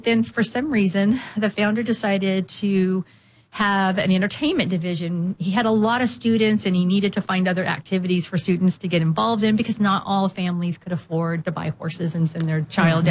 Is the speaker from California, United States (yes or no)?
yes; Visalia, California, United States; I was raised here in Visalia